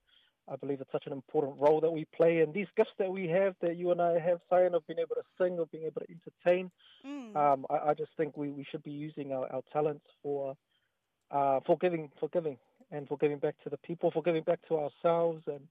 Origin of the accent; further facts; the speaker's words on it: Wellington, New Zealand; here in Wellington, and I'm all about sort of raising the awareness of all the talents here, especially in my hometown.